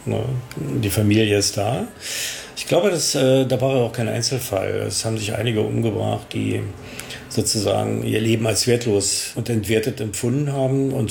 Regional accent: Berlin, Germany; also born or lived in North Korea / Moscow, Russia; Geboren bin ich in Berlin in der Charité. Einen Tag nach Nikolaus, am 7. Dezember 1958. Und in Berlin aufgewachsen und als Kindergartenkind nach Nordkorea gekommen. Dann in Moskau in der Sowjetunion noch eingeschult worden.

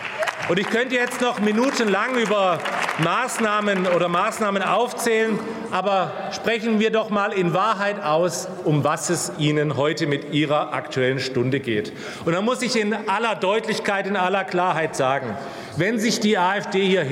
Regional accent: Baden-Württemberg, Germany; Auch in meinem Heimatland Baden-Württemberg, in meinem Wahlkreis, werden Arbeitsplätze abgebaut.

